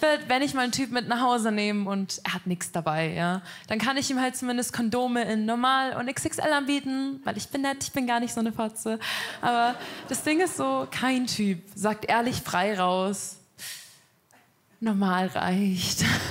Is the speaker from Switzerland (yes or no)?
no; Munich, Bavaria, Germany; ich komme aus München. Ich mag München sehr gerne, aber in München haben wir schon auch manchmal komische Menschen.